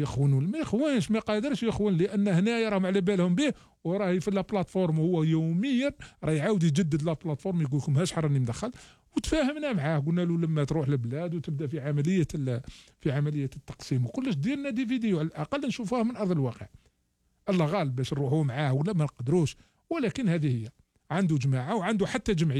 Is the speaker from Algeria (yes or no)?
yes; Algeria; وإحنا يا مسلمين وإحنا جزائريين ومعروفين بهذا الشيء، مش حاجة جديدة ومش حاجة غريبة.